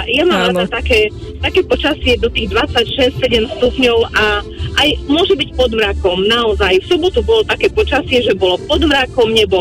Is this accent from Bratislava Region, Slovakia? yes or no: no; Ruskov, Košice Region, Slovakia; Áno, čerešie Nižná Kamenica, ale pochádzam z Ruskova, tak aby to bolo jasné všetkým poslucháčom.